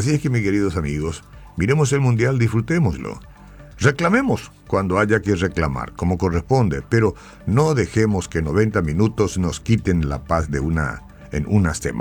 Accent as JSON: {"language": "Spanish", "country": "Paraguay"}